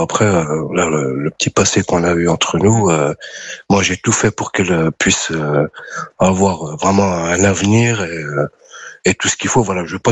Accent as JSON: {"language": "French", "country": "France", "tie": "born there", "said": "je suis né en France."}